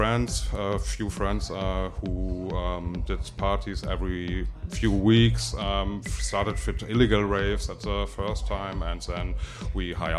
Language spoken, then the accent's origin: English; North Rhine-Westphalia, Germany; English is a second language; now in Detroit, United States; Yeah, I come from the Rhine-Ruhr area.